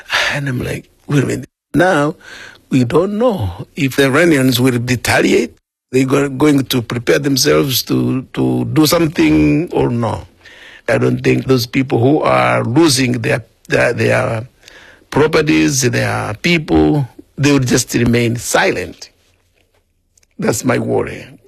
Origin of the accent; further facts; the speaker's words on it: Tanzania; moved away as an adult; I'm originally from Tanzania. I am 61 years old. But of the 61 years, 26 years I've lived those in this country ministering as a priest.